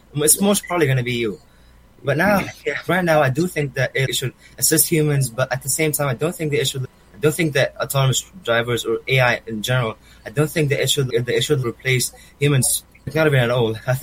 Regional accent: Egypt; English is a second language; I would 100% consider going back to Egypt, because Egypt is practically in my home country. Like, I lived there most of my life. I spoke the language there, which is Arabic, by the way.

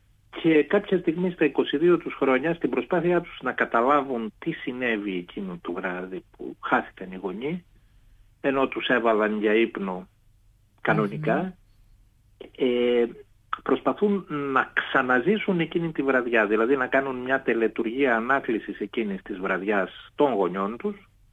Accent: Thessaloniki, Central Macedonia, Greece; born there; moved away; όταν ακούω τη φωνή σου θυμάμαι τη γενέθλια πόλη μου, την πατρίδα μου, και όταν σου λείπει η Θεσσαλονίκη

